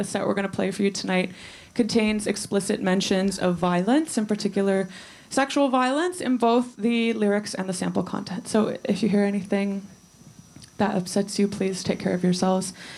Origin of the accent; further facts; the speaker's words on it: Vancouver, British Columbia, Canada; We're from Vancouver, Canada. This is our very first tour and very excited to be here.